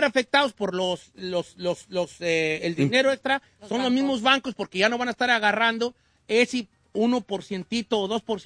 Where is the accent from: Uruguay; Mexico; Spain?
Mexico; La Sauceda, Michoacán; Para arriba soy mexicano, señores. Nacido y criado en la Sauceda, Michoacán.